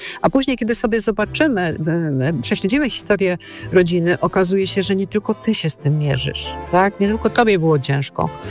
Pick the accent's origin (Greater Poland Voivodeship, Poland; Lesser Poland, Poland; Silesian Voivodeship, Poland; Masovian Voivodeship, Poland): Silesian Voivodeship, Poland; Częstochowa; also born or lived in Katowice; bo ja mieszkałam, studiowałam w Katowicach, pochodzę z Częstochowy, a mój małżonek jest z Warmii.